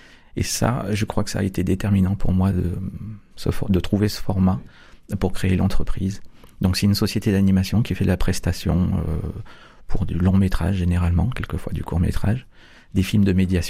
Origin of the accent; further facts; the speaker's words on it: Pau, Nouvelle-Aquitaine, France; now in Montpellier, France; Ah non, je suis du Palois, donc je suis béarnais de l'autre côté de la France.